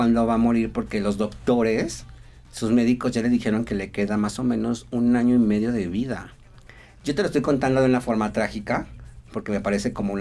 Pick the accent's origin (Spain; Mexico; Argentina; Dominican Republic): Mexico; Michoacán; Ah, yo soy de Michoacán